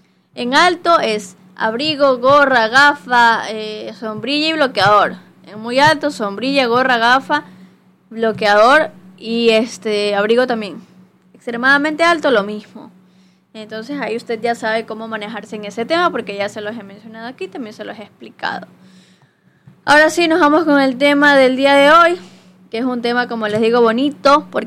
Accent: Ecuador; Nosotros somos acá ecuatorianos

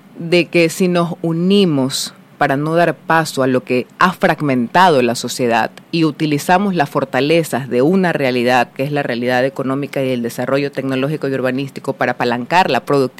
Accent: Ecuador; como ascendiente de San Borondeños, pero sobre todo como una ecuatoriana más que busca mejores días

